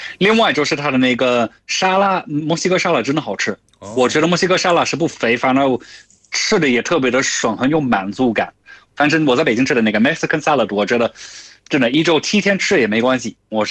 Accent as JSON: {"language": "Chinese", "country": "United Kingdom", "second_language": "Chinese", "moved": "yes", "lives_now": "Beijing, China", "said": "我们英国人对这个自己的那个国家队的那个要求有点高"}